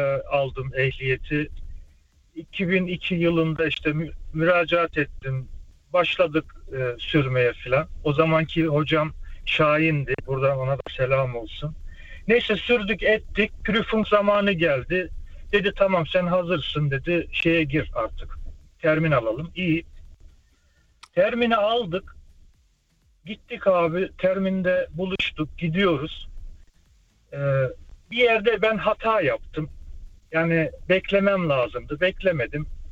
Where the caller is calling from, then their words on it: Berlin, Germany; Berlin'den.